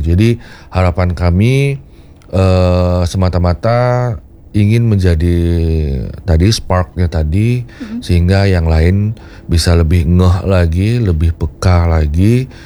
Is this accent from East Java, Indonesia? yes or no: no; Bali, Indonesia; kita orang Bali